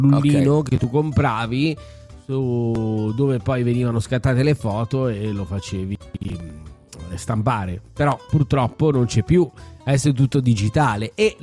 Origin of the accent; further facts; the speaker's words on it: Crotone, Calabria, Italy; Io sono di Crotone